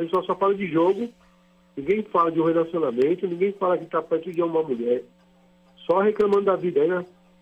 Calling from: Santo André, São Paulo, Brazil; Eu falo de Santo André.

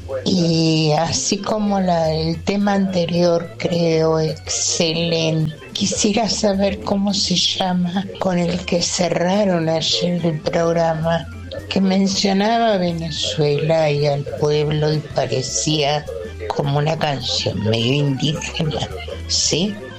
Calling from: Buenos Aires, Argentina; de Villa del Parque

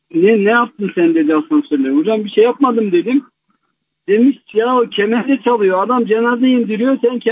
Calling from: Ankara, Turkey; Ankara'dan arıyorum.

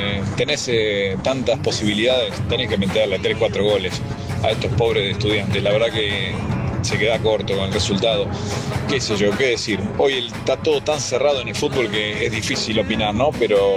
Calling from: Mar del Plata, Buenos Aires Province, Argentina; Acá de Mar del Plata.

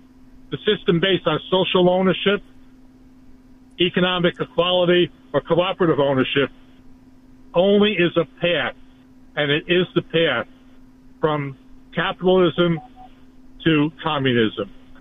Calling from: New York, United States; we as Americans, we as New Yorkers

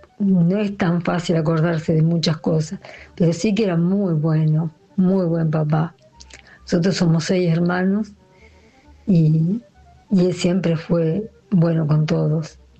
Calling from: 9 de Julio, Argentina; 9 de julio.

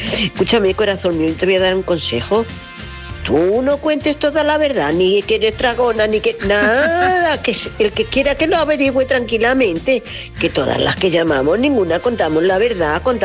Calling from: Navalmoral de la Mata, Extremadura, Spain; de Navalmoral.

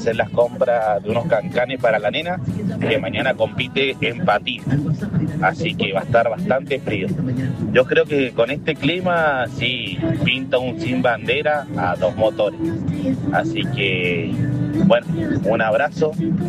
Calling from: Luján, Buenos Aires Province, Argentina; yo estoy acá, somos de Luján

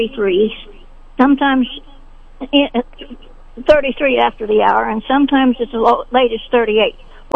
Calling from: Sedalia, Missouri, United States; I'm calling from Sedalia

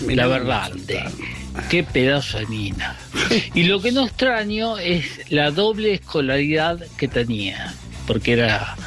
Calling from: Rosario, Santa Fe, Argentina

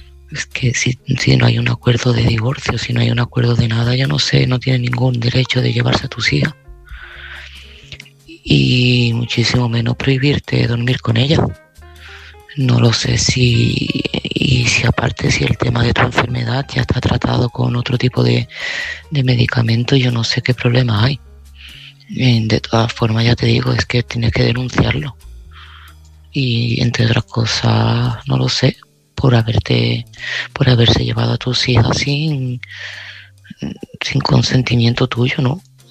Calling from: Seville, Andalusia, Spain; de Sevilla y este mensaje va para Ana.

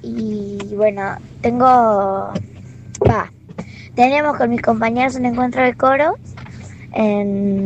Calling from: San Martín, Argentina; de San Martín.

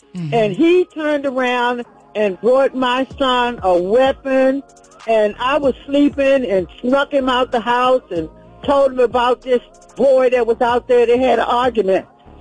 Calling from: Brandywine, Maryland, United States; I'm calling from Brandywine, Maryland.

